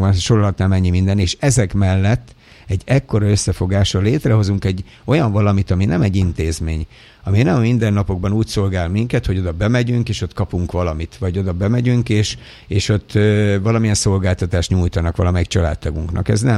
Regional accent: Dabas, Pest, Hungary; ez a közösség, ahová én születtem, és ahol felnőttem, ahol gyakorlatilag az életemet leéltem

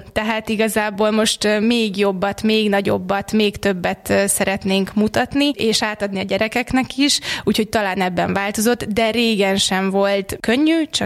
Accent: Dabas, Pest, Hungary; born or raised there

